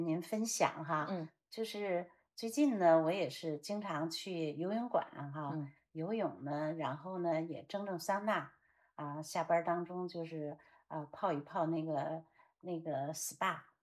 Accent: China; now in New Zealand; 人家是当地人我是中国人哈

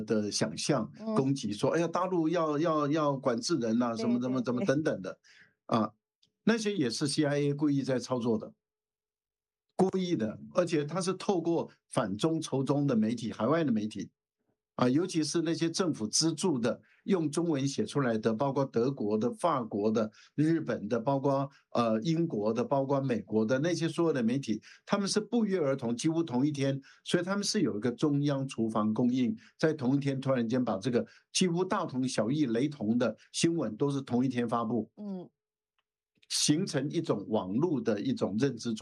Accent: Taiwan; 我们台湾人

